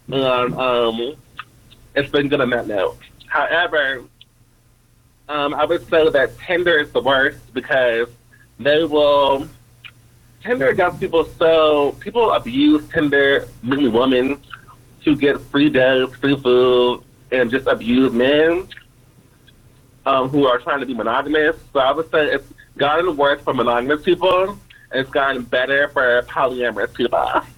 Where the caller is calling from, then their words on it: Kent, Ohio, United States; I'm calling you from Kent, Ohio. However, my heart is in Portland, Oregon.